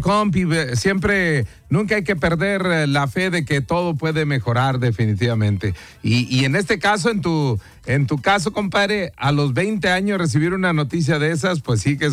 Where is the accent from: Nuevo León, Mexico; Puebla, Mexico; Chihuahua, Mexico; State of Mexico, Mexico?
Nuevo León, Mexico; Monterrey; Soy de rancho, soy de Monterrey, pero por mi enfermedad estoy en un rancho.